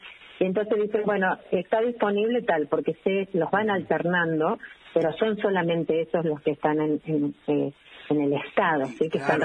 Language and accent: Spanish; Villa Mercedes, San Luis, Argentina; yo que soy de Villa Merced